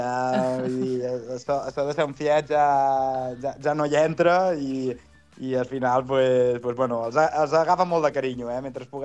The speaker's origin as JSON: {"language": "Catalan", "town": "Maó", "region": "Balearic Islands", "country": "Spain", "also_born_or_lived": "Barcelona", "moved": "as an adult", "said": "jo soc d'Amó, encara que tingui mitja cama del castell"}